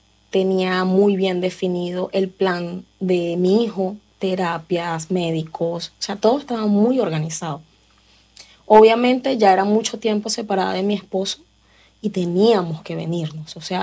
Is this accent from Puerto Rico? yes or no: no; Venezuela; moved away as an adult; now in United States; yo en Venezuela tuve una carrera. O sea, yo me gradué en la universidad, pero en mi país era ingeniero industrial.